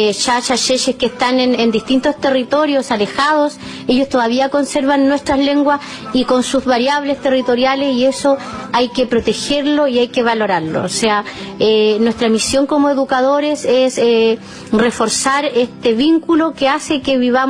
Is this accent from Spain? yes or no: no; Coihuín, Los Lagos, Chile; pero desde que crecimos nosotros en el Fundo Coihuín con el lonco José Santos Lincomán, quien fue el primer educador tradicional, o el lonco que nos enseñó nuestras primeras palabras en Huilliche-Dungún